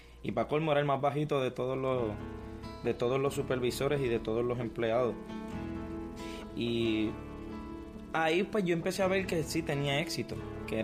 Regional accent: Ponce, Puerto Rico; yo nací en Ponce, en Puerto Rico. Nací en el 1980 y desde que nací pues mi familia ha estado en batallas legales conmigo, quién me va a tener, quién no me va a tener, pero me crié entonces con mis abuelos.

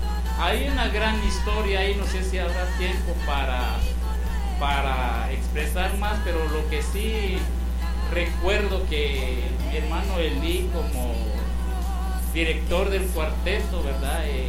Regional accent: San Raimundo, Guatemala Department, Guatemala; También yo vengo del municipio de San Raimundo, de donde venimos todos, ¿verdad? Somos del pueblo. Como ya escuchamos, diferente iglesia, ¿verdad? Yo soy miembro de la iglesia Pentecostés, la voz del Espíritu Santo

